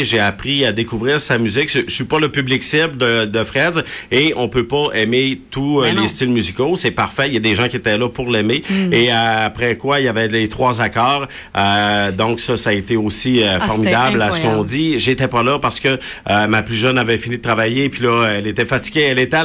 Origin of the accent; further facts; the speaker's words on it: Quebec, Canada; moved away; Moi, je l'ai perdu au fil des ans. Là, ça fait tellement longtemps que je suis parti du Saguenay et je l'ai perdu.